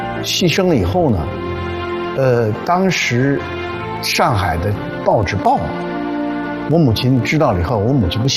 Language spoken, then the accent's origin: Chinese; Shandong, China; 我们山东人他叫老娘。